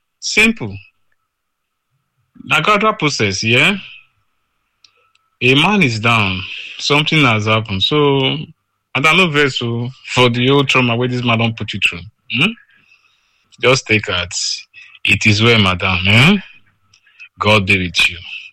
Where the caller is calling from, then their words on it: Ikorodu, Lagos, Nigeria; I'm here from Ikorodu.